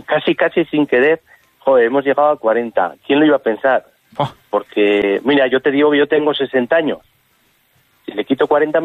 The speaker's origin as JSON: {"language": "Spanish", "town": "Pozalmuro", "region": "Castile and León", "country": "Spain", "tie": "born or raised there", "said": "estamos en el pueblo, soy natural de Pozalmuro."}